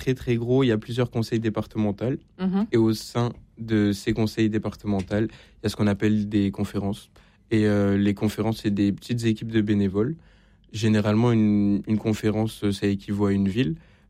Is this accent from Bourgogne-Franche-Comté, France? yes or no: no; Montpellier, Occitanie, France; parce que de base, je viens de Montpellier.